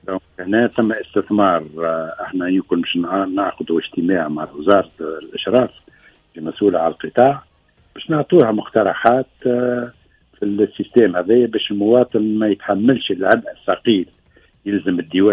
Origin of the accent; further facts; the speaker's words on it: Tunisia; هذا مش موجود عندنا في تونس وكان مش مسموح به من ستيغ.